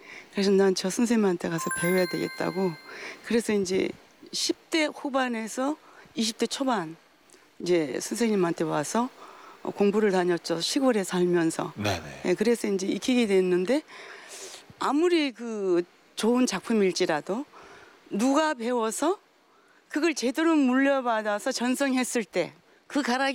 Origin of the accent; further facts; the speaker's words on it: Hamyang, South Gyeongsang, South Korea; born there; accent: Gyeongsang dialect; moved away; 제가 경상남도 함양이에요.